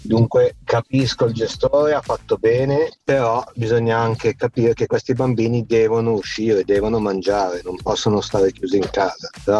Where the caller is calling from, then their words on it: Milan, Lombardy, Italy; da Milano